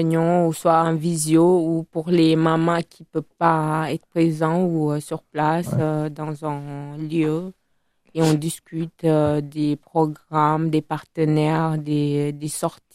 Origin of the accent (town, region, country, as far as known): Italy; born or raised there; moved away as an adult; now in Bordeaux, France